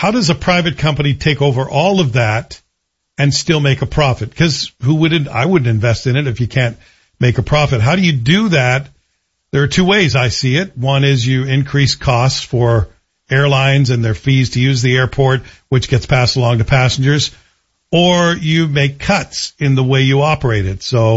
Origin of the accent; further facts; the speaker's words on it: Canada; Well, that makes total sense to me, and as a passenger and as a Canadian, I'm in.